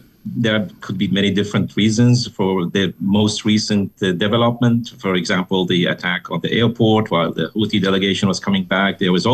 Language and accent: English; Iraq; I mean, I'm not Yemeni, I'm from Iraq